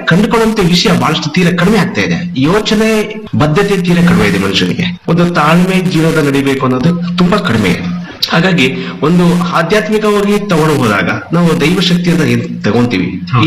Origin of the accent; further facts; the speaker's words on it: Kolar, Karnataka, India; ನಾನು ಮೂಲತಃ ಕೋಲಾರ.